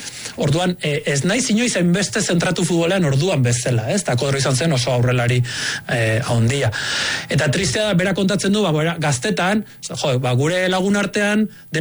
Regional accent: Bosnia & Herzegovina; Basque is a second language; now in San Sebastián, Spain; ni Donostia etorri nintzen, gerra hasi zen, gure herrian, gurasoi etxea arrezieten, lagunak hilzizkidaten, ni Zubietan nengoen entrenatzen, eta ez nuen etxera bueltatu nahi Bosniako gerrako notiziak entzutera.

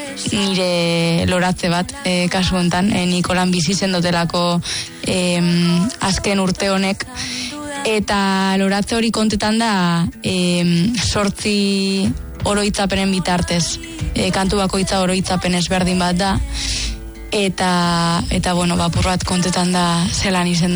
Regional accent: Aramaio, Basque Country, Spain; nire herriko abes batzan … txikitatik.

